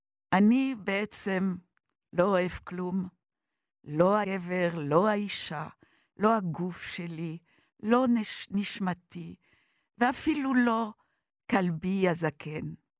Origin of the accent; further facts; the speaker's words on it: France; now in Jerusalem, Israel; שזה יום החג הלאומי של צרפת, ארץ מולדתי, מכורתי, מאוד אהבתי. לחיות בצרפת, אבל הרבה יותר מזה 50 שנה בירושלים כישראלית.